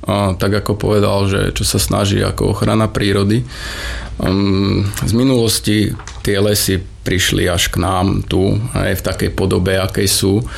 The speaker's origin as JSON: {"language": "Slovak", "region": "Žilina Region", "country": "Slovakia", "tie": "born or raised there", "also_born_or_lived": "Czech Republic", "said": "Ja žijem na Liptove celý život."}